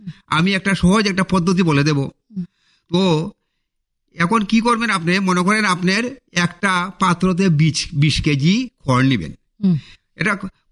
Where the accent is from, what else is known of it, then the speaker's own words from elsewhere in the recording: Sylhet Division, Bangladesh; accent: Sylheti; আমরা খেয়ার বলি সিলেটি ভাষায়